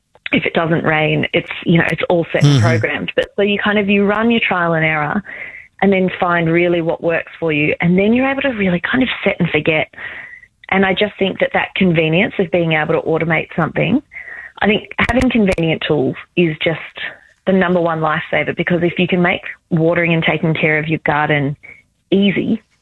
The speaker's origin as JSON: {"language": "English", "country": "Australia", "said": "I am from Australia"}